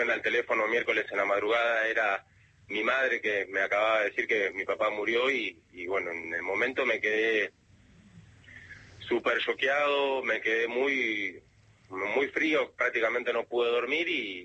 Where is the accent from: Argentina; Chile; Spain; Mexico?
Argentina; Buenos Aires; yo soy acá de Boedo, en Capital Federal.